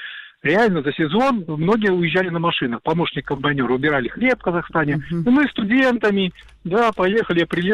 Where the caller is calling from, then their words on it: Belarus; Мы из Белоруссии шли и шли на этот